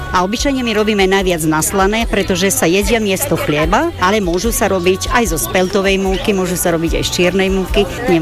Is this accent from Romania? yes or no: no; Stara Pazova, Vojvodina, Serbia